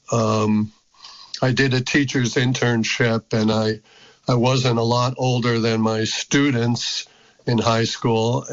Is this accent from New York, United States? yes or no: yes; New York City, New York, United States; now in Vermont, United States; Yeah, well, I grew up in New York City and always enjoyed living in the country.